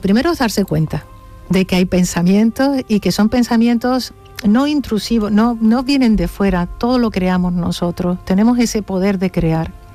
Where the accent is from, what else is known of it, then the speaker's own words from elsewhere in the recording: Andalusia, Spain; como soy andaluza me sale así